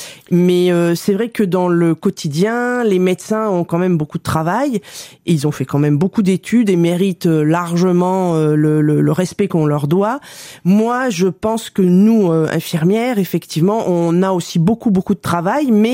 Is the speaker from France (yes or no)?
yes; Nouvelle-Aquitaine, France; j'ai grandi en Charente, dans un petit village aux confins de la Charente-Limousine, Dordogne